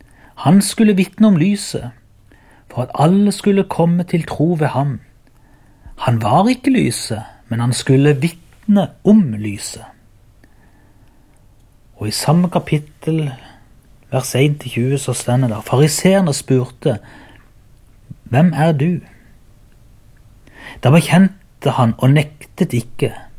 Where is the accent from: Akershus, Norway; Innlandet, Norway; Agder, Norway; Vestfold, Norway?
Agder, Norway; Byrmo